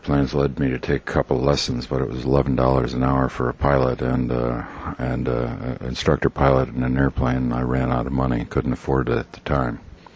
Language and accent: English; Chicago, Illinois, United States; growing up in Chicago.